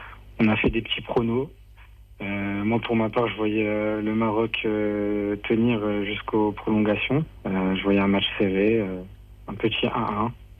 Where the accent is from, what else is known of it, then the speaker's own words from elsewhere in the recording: France; on est français aussi.